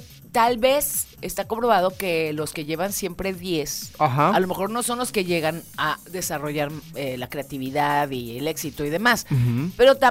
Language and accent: Spanish; Mexico